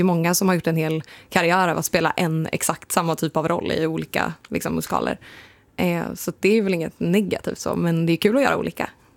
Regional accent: Säffle, Värmland, Sweden; born there; moved away; Men just nu är jag hemma i Värmland och bygger på min lillasysters hus om dagarna.

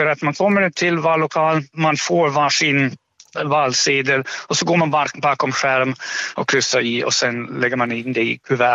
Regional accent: Germany; now in Sweden; Och jag är ju ursprungligen från Tyskland och min fru och jag, vi har egentligen alltid varit lite irriterade och funderat över de här små valsedlarna som man använder här i Sverige.

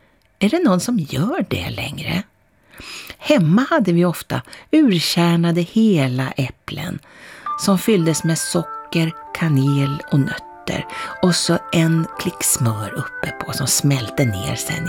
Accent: Östergötland, Sweden; nära Omberg hemma i Östergötland

